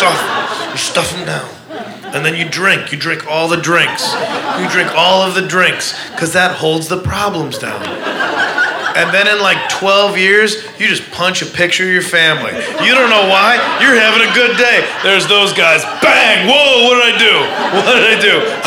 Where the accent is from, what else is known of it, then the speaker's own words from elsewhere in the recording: Midwest, United States; Like everybody, I'm from the Midwest, and so it's weird to come out here and find out that people go to casual therapy.